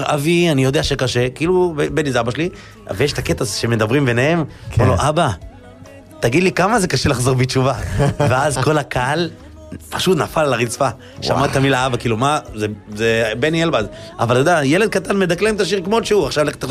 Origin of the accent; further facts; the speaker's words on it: Acre, Northern District, Israel; היה מופע בעכו, איפה שגרתי לפני החתונה, עיר מולדתי